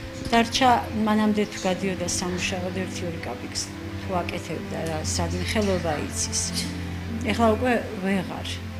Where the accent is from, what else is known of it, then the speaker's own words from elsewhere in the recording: Mestia, Samegrelo-Zemo Svaneti, Georgia; moved away as an adult; now in Tbilisi, Georgia; მე თვითონ მესტიიდან ვარ.